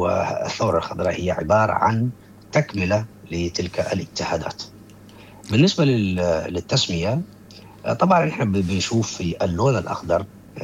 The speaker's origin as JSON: {"language": "Arabic", "country": "Eritrea", "also_born_or_lived": "Sudan", "lives_now": "Netherlands", "said": "طلعت من إريتريا إلى السودان، وتنقلت في دول الجوار: السودان، أثيوبيا، جيبوتي، اليمن، السعودية، قطر، ومن ثم الرجوع إلى السودان عبر ليبيا للبحر. والآن أنا مقيم في أوروبا في دولة هولندا،"}